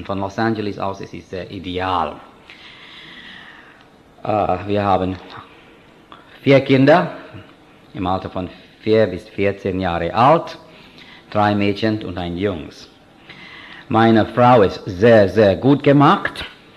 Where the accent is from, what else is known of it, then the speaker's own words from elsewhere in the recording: India; moved away as an adult; also born or lived in England; now in California, United States; Ich bin Inder. Ich liebe Indien, ich liebe mein indisches Volk.